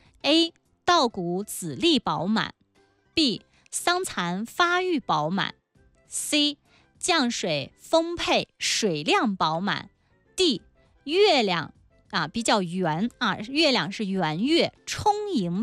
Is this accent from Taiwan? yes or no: no; China; 我们中国人